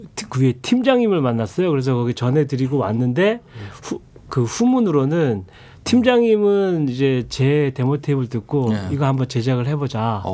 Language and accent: Korean; Jeju, South Korea; 사실 그 제가 제주도에서 올라왔잖아요.